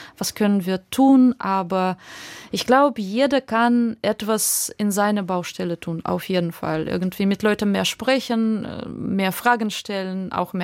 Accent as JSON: {"language": "German", "country": "Ukraine"}